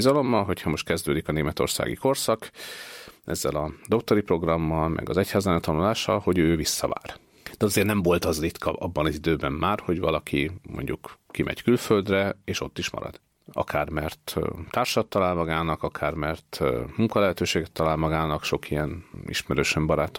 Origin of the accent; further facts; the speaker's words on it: Sopron, Győr-Moson-Sopron, Hungary; moved away as an adult; a szülővárosomba kerültem iskolalelkésznek, és egy Sopron melletti településre, Harkára kerültem lelkésznek